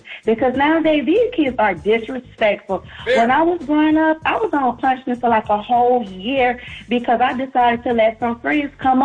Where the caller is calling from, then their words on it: Fort Lauderdale, Florida, United States; I'm from Fort Lauderdale, Florida.